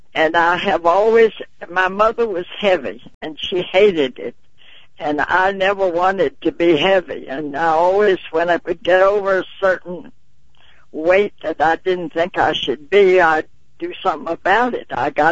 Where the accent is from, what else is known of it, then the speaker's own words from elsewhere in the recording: Baton Rouge, Louisiana, United States; my hometown of Baton Rouge, where my husband and I met and where we both graduated